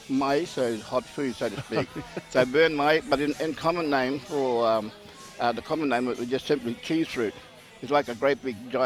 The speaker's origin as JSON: {"language": "English", "town": "Yarrabah", "region": "Queensland", "country": "Australia", "tie": "born there", "said": "I feel very proud of who I am, where I come from. Yarrabah is my tribal home."}